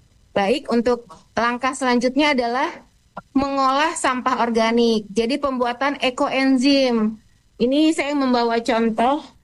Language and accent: Indonesian; East Nusa Tenggara, Indonesia; moved away; NTT, tempat kampung halaman saya